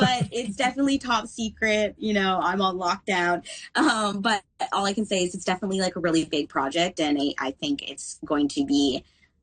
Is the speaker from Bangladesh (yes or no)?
no; Canada; And I feel really proud as a Canadian too.